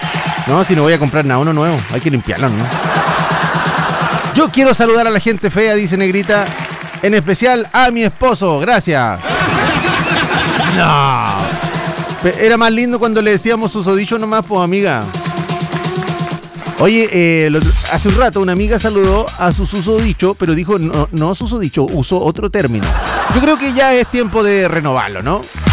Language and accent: Spanish; Chile; Chileno tenía que ser, Así somos los chilenos.